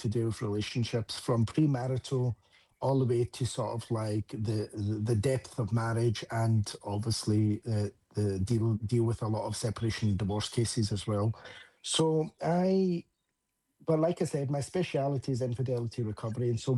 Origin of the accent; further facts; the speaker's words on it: Scotland, United Kingdom; accent: Scottish; moved away as an adult; now in United States; because obviously I'm born and raised in the UK, as you can tell, I've got a Scottish accent, I'm actually from Scotland. But then now, almost being in the US for 10 years